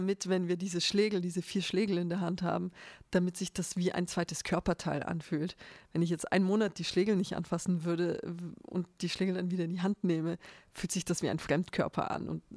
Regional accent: Hof, Bavaria, Germany; moved away as an adult; now in Ebensee, Austria; Ich komme aus Hof aus Bayern und meine Eltern kommen aus Bulgarien

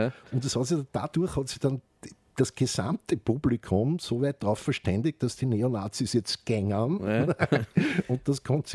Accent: Austria; Limonaden, die es bei uns zu Hause in Österreich nicht gab.

